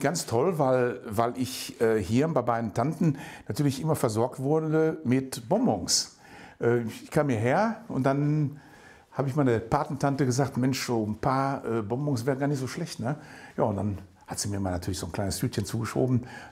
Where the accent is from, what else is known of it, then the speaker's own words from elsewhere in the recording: Herne, North Rhine-Westphalia, Germany; moved away; Es war ein Traum, in dieser Siedlung groß zu werden.